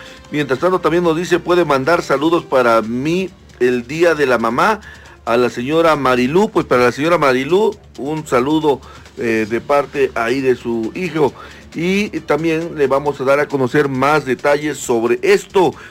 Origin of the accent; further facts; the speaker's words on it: Puebla, Mexico; somos poblanos